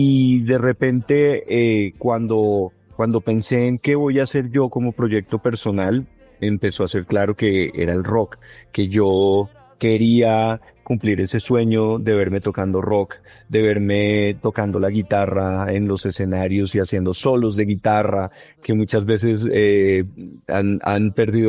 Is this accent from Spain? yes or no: no; Colombia; uno siendo colombiano